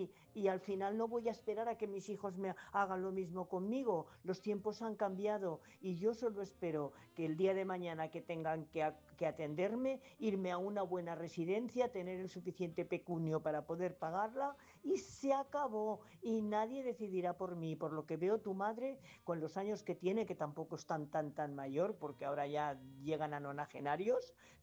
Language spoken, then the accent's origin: Spanish; Castilla-La Mancha, Spain; now in Barcelona, Spain; yo soy manchega también, aunque vivo aquí en Barcelona, pero soy manchega.